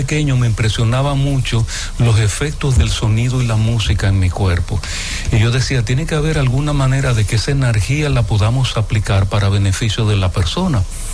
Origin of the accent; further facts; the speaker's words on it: Nagua, María Trinidad Sánchez, Dominican Republic; also born or lived in San Francisco de Macorís; yo nací en San Francisco de Macorís, crecí en Nagua, y mi padre tenía finca.